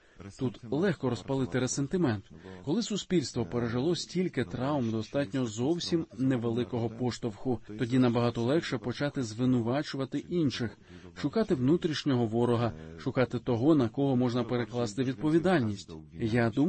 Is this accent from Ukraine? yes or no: no; Poland; чи для тебе мало яке значення, що ти українець, а я поляк?